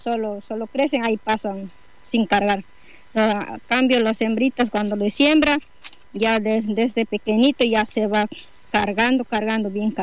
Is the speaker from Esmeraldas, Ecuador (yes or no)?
no; Lago Agrio, Sucumbíos, Ecuador; Yo soy quichua, soy del Lago Agrio.